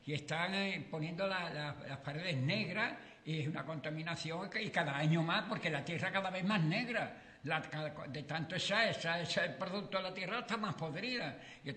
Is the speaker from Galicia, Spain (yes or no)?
no; Sanlúcar de Barrameda, Andalusia, Spain; que yo soy de Sanlúcar, a mí me gusta que venga la gente a Sanlúcar y todas esas cosas